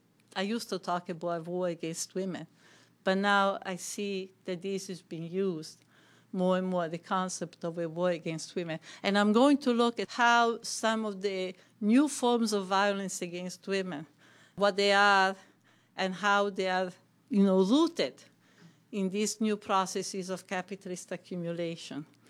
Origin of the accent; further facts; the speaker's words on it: Italy; moved away as an adult; In my own country, I come from Italy originally. And I remember when I was a child or a young woman in the 50s